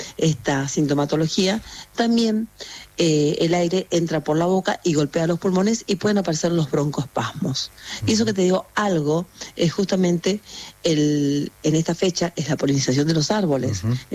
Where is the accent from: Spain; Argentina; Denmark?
Argentina; Bellavista, Corrientes; born or raised there; now in Buenos Aires, Argentina